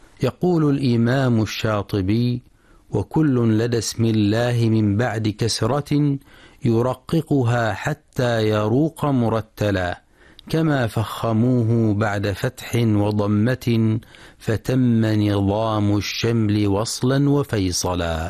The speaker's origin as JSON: {"language": "Arabic", "country": "Oman", "said": "وعندنا في عمان من يغلظ اللام عند هذه الحروف"}